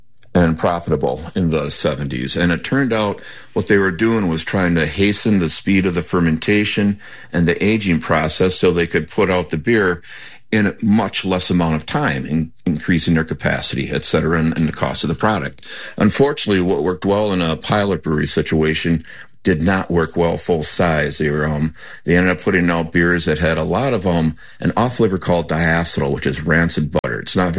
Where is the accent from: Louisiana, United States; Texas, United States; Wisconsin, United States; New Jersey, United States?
Wisconsin, United States; I'm from Wisconsin, and I used to drink the dregs of the bottles that were in the empty case.